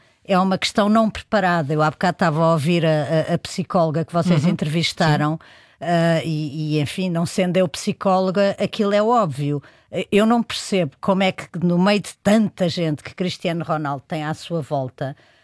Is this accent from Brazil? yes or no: no; Portugal; como portuguesa, fiquei triste e fico triste com isto.